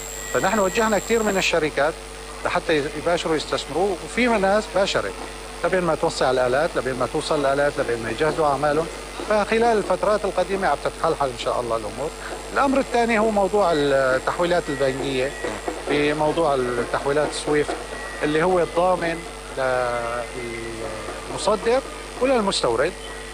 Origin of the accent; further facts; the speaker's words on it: Aleppo, Aleppo Governorate, Syria; نحن من حلب،